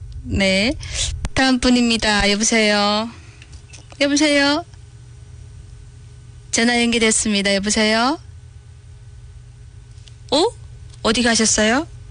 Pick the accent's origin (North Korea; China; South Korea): China; Yanbian, Jilin